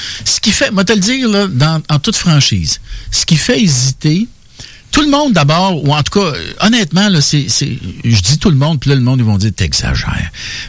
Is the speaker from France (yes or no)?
no; Quebec, Canada; Moi, je suis un fier Québécois.